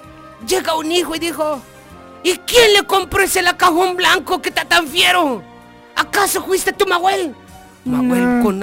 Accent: Chenalhó, Chiapas, Mexico; allá cerca de mi pueblo del Chenalo.

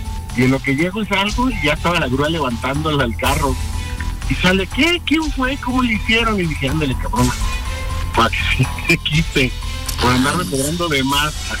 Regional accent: Torreón, Coahuila, Mexico; Sí, de Torreón, mi rey.

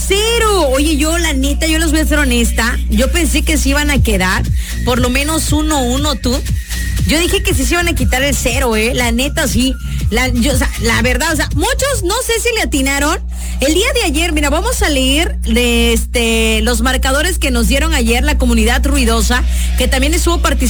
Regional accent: Mexico; La celebración se hizo en grande como buenos mexicanos, celebrando, por supuesto, el gran triunfo de México el día de ayer

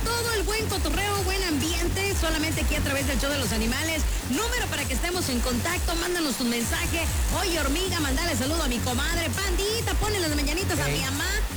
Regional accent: Mexico; Híjole, pues hoy, como buenos mexicanos, nos vamos a poner la camiseta

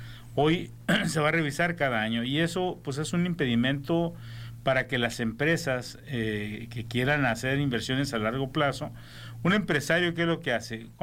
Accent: Mexico; estamos como mexicanos

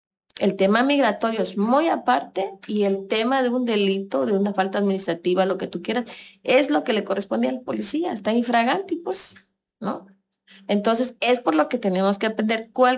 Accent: Mexico; now in Tapachula, Mexico; nosotros, como mexicanos, sabemos que tenemos que respetar nuestras leyes

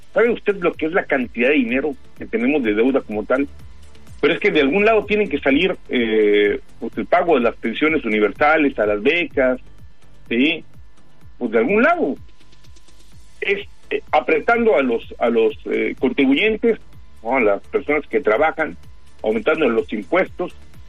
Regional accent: Mexico City, Mexico; born there; now in Tapachula, Mexico; yo nací en la Ciudad de México, y para ir a sacar un acta de nacimiento, imagínese, trasladarme desde Tapachula hasta la Ciudad de México

